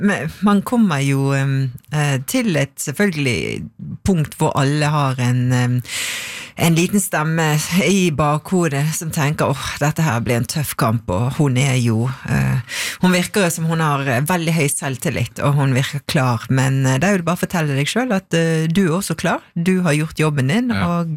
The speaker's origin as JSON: {"language": "Norwegian", "region": "Vestland", "country": "Norway", "tie": "born or raised there", "said": "det ligger rett ned for Stolsen, den berømte Stolskleiven, og det var jo mitt, det var jo der jeg vokste opp og brukte mye tid der, og på Fløyen og på Rundemann, og elsket det."}